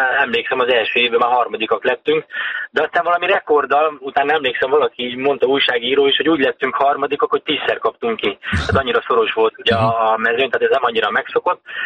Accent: Zalaegerszeg, Zala, Hungary; Ugye Zalaegerszegiként megéltem azt

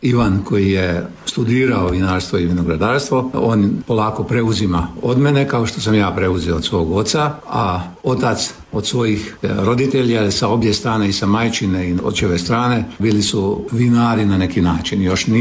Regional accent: Croatia; kod nas u Hrvatskoj i Dalmaciji

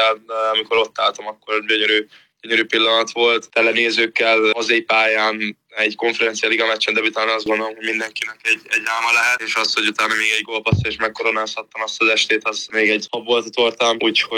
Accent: Hungary; also born or lived in Debrecen; now in Alkmaar, Netherlands; Szeretem Magyarországot, ott nevelkedtem

